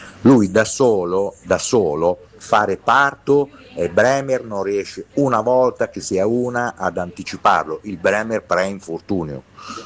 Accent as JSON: {"language": "Italian", "town": "Bologna", "region": "Emilia-Romagna", "country": "Italy", "said": "Io sono di Bologna, l'ho visto giocare parecchie volte"}